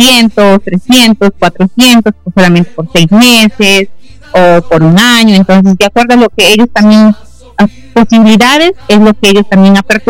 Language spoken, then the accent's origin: Spanish; Peru; todos somos peruanos